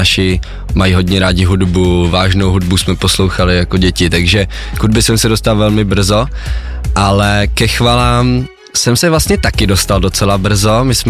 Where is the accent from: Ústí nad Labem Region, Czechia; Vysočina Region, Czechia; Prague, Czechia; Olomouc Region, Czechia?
Prague, Czechia; Tak som, řekl bych, úplne obyčejný kluk z Prahy, což je asi slyšet, že jsem z Česka.